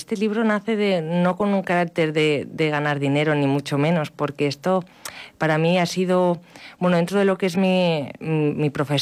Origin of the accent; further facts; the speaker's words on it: Salou, Catalonia, Spain; yo soy de Salou.